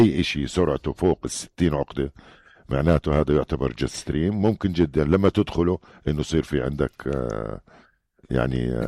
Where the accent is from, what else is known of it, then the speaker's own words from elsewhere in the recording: Jordan; يعني احنا عندنا دائما سلطة الطيران الجوية هون عندنا بالأردن